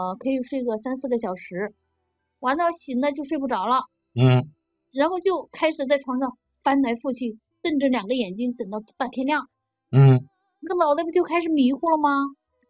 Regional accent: Chengdu, Sichuan, China; 我家是四川的，

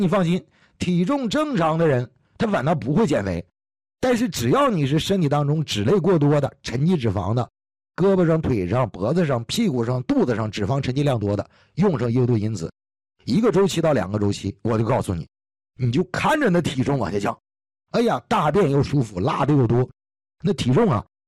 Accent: Northeast China, China; 我是东北人啊，我们东北老家有一句话就说

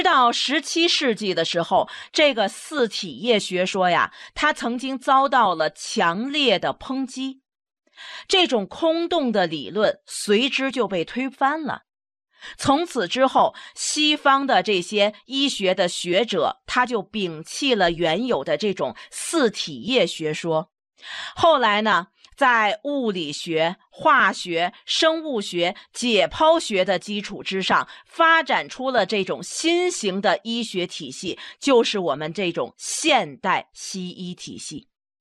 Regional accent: China; 我们中国人怎么了？中国人差哪儿了？我们中国不但能够研究，还能比你们研究的更好

